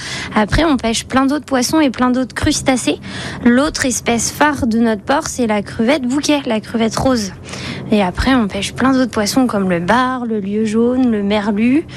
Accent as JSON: {"language": "French", "town": "Saint-Gilles-Croix-de-Vie", "region": "Pays de la Loire", "country": "France", "said": "Oui, je suis de Saint-Gilles-Croix-de-Vie. Je suis vendéenne depuis plusieurs générations."}